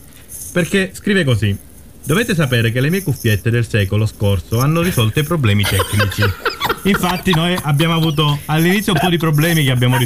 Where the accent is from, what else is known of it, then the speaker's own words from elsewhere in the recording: Calabria, Italy; Allora, io ti ringrazio da calabrese per questa dedica.